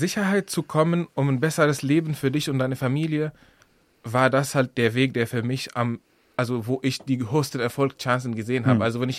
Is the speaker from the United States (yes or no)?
no; Syria; German is a second language; moved away as an adult; now in Berlin, Germany; Ich komme ursprünglich aus Syrien, eigentlich bin ich dort geboren und aufgewachsen und bin mit 20 Jahren 2016 dann nach Deutschland gekommen und direkt nach Berlin. Mein erster Monat war in Marzahn-Hillersdorf, dann bin ich 2 Monate in Neukölln und dann die ganze Zeit eigentlich im Ost-Berlin.